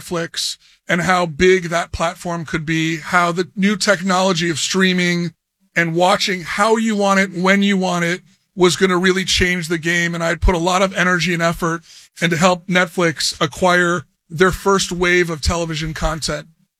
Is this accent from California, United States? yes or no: yes; Los Angeles, California, United States; also born or lived in Detroit; I was born in Detroit, and we moved to Los Angeles when I was very young.